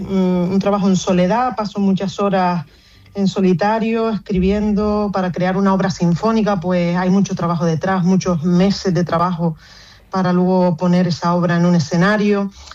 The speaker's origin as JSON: {"language": "Spanish", "town": "Vecindario", "region": "Canary Islands", "country": "Spain", "tie": "born or raised there", "said": "yo me siento muy arraigada a mi tierra. Yo soy muy de vecindario del sureste de Gran Canaria, de mis orígenes, de Gran Canaria, de Canarias, a donde quiera que voy siempre va la palabra Canaria por delante."}